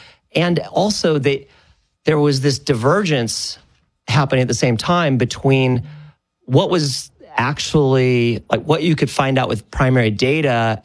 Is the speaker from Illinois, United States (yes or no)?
yes; Chicago, Illinois, United States; Sure. So, yeah, I grew up in Chicago. I was just your basic pragmatic Chicago liberal.